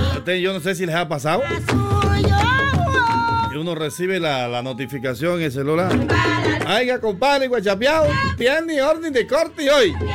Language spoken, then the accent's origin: Spanish; Los Pozos, Herrera, Panama; moved away; en mi tierra, en el área del calabacito de los pozos, está lloviendo.